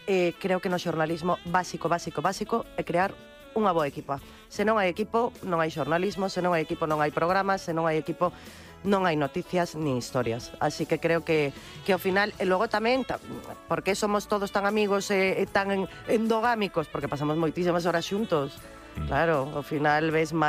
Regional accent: Cedeira, Galicia, Spain; also born or lived in Ferrol; Ainda que o problema é que nacín en Ferrol, pero sempre bueno, digo que nacín en Cedeira. Pero, claro, cando me miran o meu DNI, ti eres de Ferrol. E digo, sí, sí, sinto moita honra por Ferrol, sí, pero son de Cedeira.

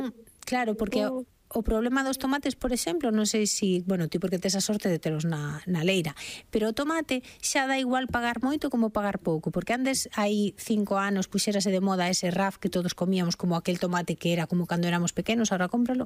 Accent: Galicia, Spain; Bueno, pero como os galegos cando plantamos, non somos pobres

